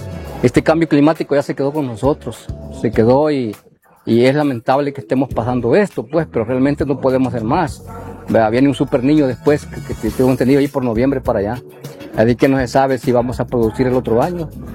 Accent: Tecapán, Usulután, El Salvador; vengo de Cantón Gualache, municipio de Tecapán.

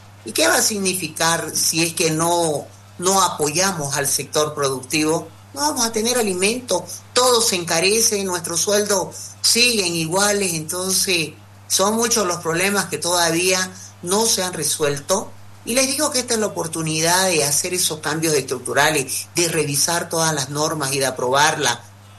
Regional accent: Santa Cruz, Bolivia; porque también nosotros que somos de Santa Cruz hemos visto todos los casos escandalosos con el tema de corrupción

